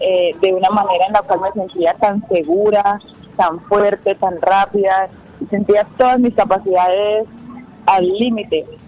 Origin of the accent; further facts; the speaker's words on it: Buenaventura, Valle del Cauca, Colombia; de siempre representar a mi tierra, a mi país, al Valle del Cauca, Buenaventura, y ponerlo siempre en lo más alto del podio.